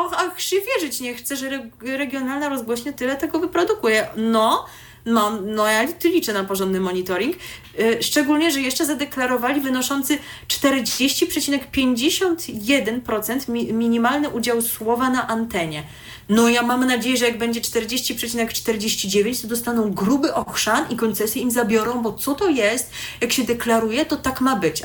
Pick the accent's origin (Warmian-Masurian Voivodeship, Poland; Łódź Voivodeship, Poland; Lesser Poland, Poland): Warmian-Masurian Voivodeship, Poland; Elbląg; born there; now in Żuławy Wiślane, Poland; nie urodziłam się w tym mieście, w którym mieszkam, bo jednak ciut dalej, w Elblągu.